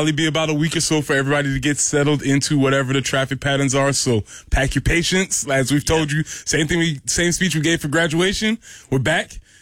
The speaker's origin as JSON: {"language": "English", "region": "South Carolina", "country": "United States", "tie": "born or raised there", "said": "Now, I grew up in South Carolina, but it wasn't necessarily the thing that was in my house."}